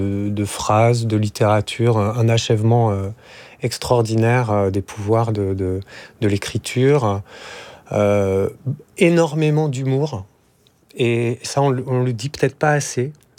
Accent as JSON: {"language": "French", "town": "Paris", "region": "Île-de-France", "country": "France", "tie": "born there", "said": "Je suis né à Paris, mais on est vite allé habiter à la campagne quand j'étais petit."}